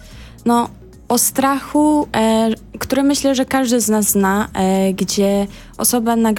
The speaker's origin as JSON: {"language": "Polish", "region": "England", "country": "United Kingdom", "tie": "born or raised there", "said": "urodziłam się i wychowałam się i to ostatnie 18 lat byłam w Anglii."}